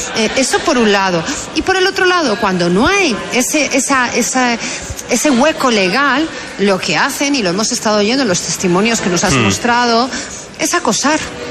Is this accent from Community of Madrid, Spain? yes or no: yes; Madrid, Community of Madrid, Spain